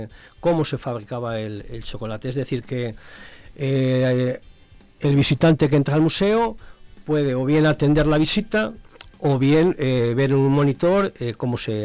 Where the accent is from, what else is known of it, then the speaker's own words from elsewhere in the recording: Malva, Castile and León, Spain; un pueblo que hice la historia de mi pueblo a través de un libro titulado Memorias de Malva, lo podéis ver en las bibliotecas, llegó a tener 1.080 habitantes y ahora tiene menos de 100